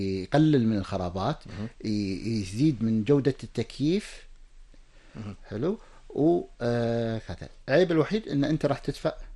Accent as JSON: {"language": "Arabic", "country": "Kuwait", "said": "موجودة شركات هنا عندنا في الكويت"}